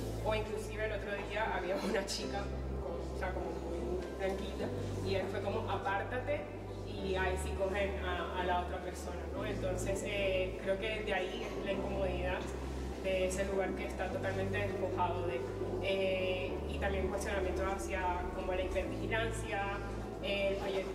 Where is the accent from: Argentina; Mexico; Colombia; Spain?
Colombia; now in Bogotá, Colombia; soy colombiana, vivo en Bogotá, tengo 28 años